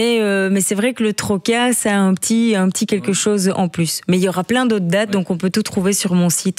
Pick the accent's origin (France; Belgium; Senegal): Belgium; Liège, Wallonia; je suis liégeoise. Et donc, je suis un petit peu liégeoise.